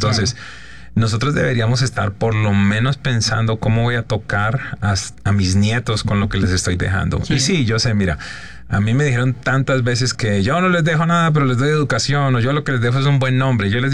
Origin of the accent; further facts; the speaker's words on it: Colombia; México y Colombia, mi país de origen